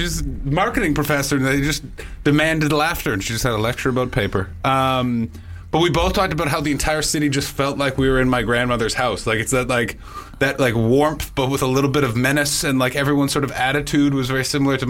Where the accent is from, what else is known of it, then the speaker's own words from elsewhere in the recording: Canada; now in United Kingdom; Well, I'm from North America. We talk differently.